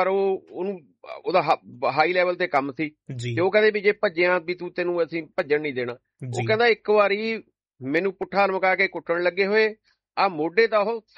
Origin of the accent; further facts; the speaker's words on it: Punjab, India; ਮੈਂ ਪੰਜਾਬੀ ਹਾਂ